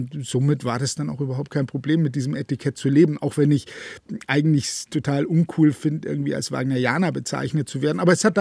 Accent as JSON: {"language": "German", "town": "Frankfurt", "region": "Hesse", "country": "Germany", "tie": "born or raised there", "also_born_or_lived": "Munich", "moved": "yes", "lives_now": "Bayreuth, Germany", "said": "Ich bin gebürtiger Münchner, dann in Frankfurt groß geworden und dann in dieses piefige Bayreuth gekommen."}